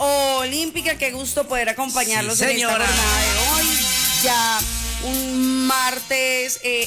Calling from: Colombia

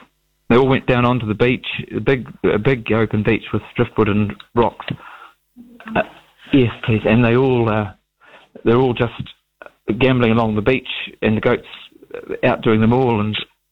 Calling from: Dunedin, Otago, New Zealand; I'm ringing from Wakari in Dunedin.

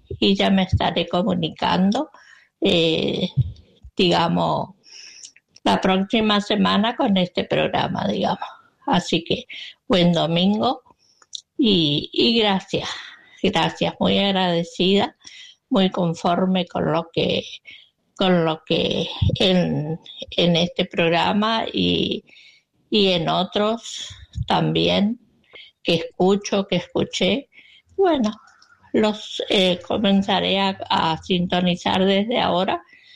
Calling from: Resistencia, Chaco, Argentina; de Resistencia

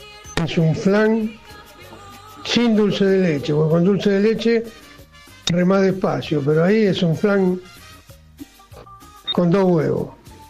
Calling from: Ituzaingó, Buenos Aires Province, Argentina; de Ituzaingó.

